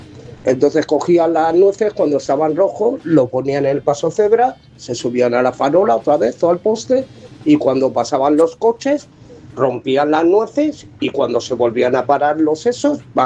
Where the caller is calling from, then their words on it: Madrid, Community of Madrid, Spain; de Madrid.